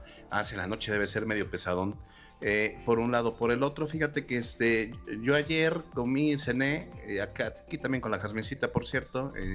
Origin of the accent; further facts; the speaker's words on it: Mexico; Bueno, y lo que a nosotros nos interesa como mexicanos es ahorita el Día Internacional del Recalentado